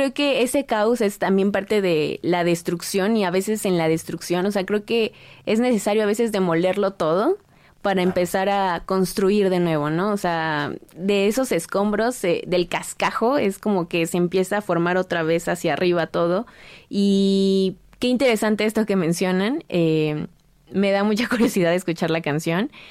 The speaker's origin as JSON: {"language": "Spanish", "town": "Nicolás Romero", "region": "State of Mexico", "country": "Mexico", "said": "había visto que él vivía antes en Atizapán, que es muy cerca de donde yo soy, de Nicolás Romero"}